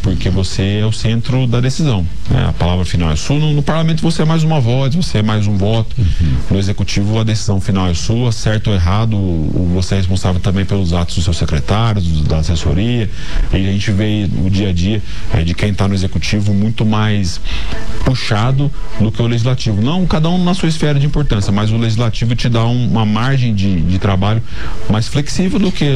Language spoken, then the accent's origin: Portuguese; Dourados, Mato Grosso do Sul, Brazil; born there; na minha cidade em que eu nasci, fui prefeito em Dourados